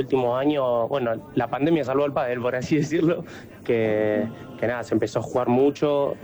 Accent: Coronel Pringles, Buenos Aires Province, Argentina; Yo soy de Coronel Pringles, el sur de Buenos Aires.

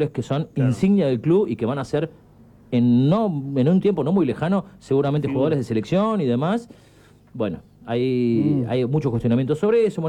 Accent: Ayacucho, Buenos Aires Province, Argentina; pero somos todos pro fiesta y todos somos de Ayacucho

